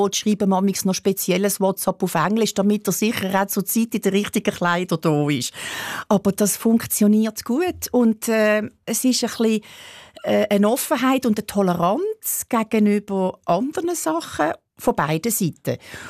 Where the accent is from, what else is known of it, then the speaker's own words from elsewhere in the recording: Basel, Basel-Stadt, Switzerland; Bei uns in Basel ist es so, dass man, wenn der Vater in der Klicken ist, dann geht der Sohn oder die Tochter auch in die Klicken.